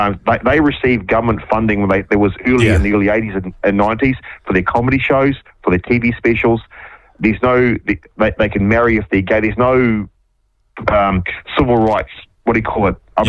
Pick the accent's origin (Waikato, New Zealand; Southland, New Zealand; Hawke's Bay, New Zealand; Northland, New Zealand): Waikato, New Zealand